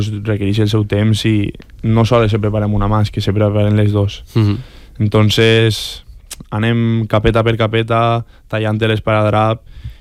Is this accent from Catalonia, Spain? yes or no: no; Montserrat, Valencian Community, Spain; que ell és de Beniparrell i jo soc de Montserrat